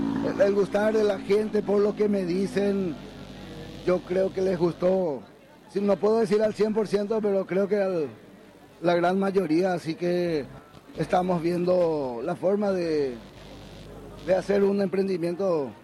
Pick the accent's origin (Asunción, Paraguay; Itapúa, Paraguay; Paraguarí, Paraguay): Itapúa, Paraguay; Hohenau; now in San Pedro, Paraguay; yo soy oriundo de Joenao.